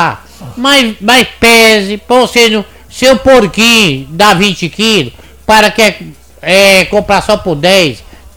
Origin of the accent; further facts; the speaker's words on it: Ceará, Brazil; now in Teresina, Brazil; Sou uma pessoa simples, humilde, vim do interior do Ceará, almoço, janto, feijão, farinha, cuscuz, arroz, não como caviar